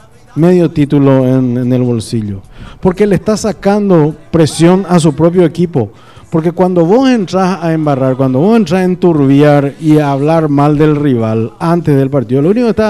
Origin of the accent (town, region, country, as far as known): Paraguay